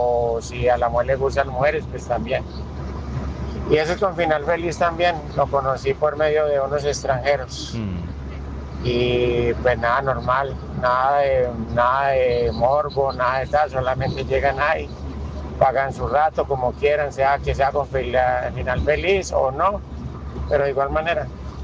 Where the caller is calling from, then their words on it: Medellín, Antioquia, Colombia; de la Mancha Amarilla, por aquí trabajando, soy por Belén.